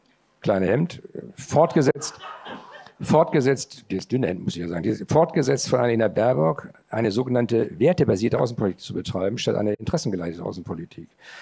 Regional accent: Northern Germany, Germany; Ich bin auch Norddeutscher

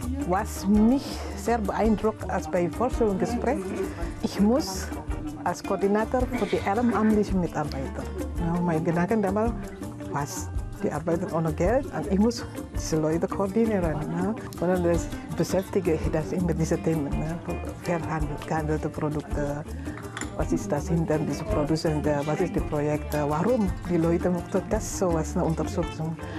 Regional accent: Indonesia; German is a second language; moved away as an adult; now in Chemnitz, Germany; Ich komme ursprünglich aus Indonesien. Ich bin seit 2004 in Chemnitz und ich bin eigentlich 45 Jahre alt

